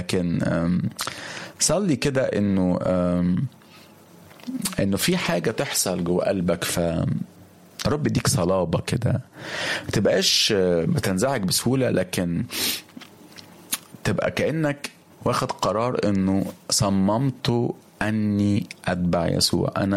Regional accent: Egypt; بلادنا مصر

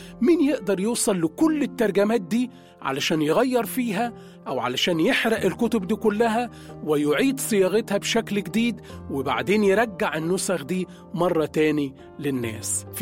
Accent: Egypt; فإحنا كمان كمصريين عندنا لهجات كتيرة

